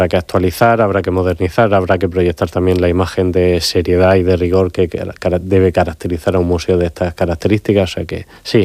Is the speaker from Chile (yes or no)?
no; Region of Murcia, Spain; nuestra obligación como murcianos